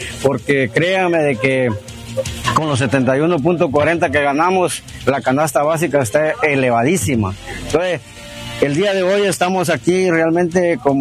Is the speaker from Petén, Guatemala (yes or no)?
yes; Petén, Guatemala; nosotros los merecemos como guatemaltecos, porque realmente nosotros los peteneros tenemos una fortuna aquí en Petén